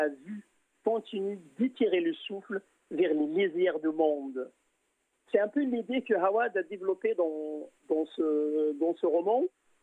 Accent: Drâa-Tafilalet, Morocco; chez nous dans le Tafilal

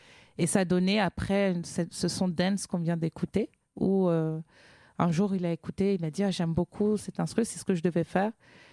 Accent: Cameroon; je suis camerounaise déjà.

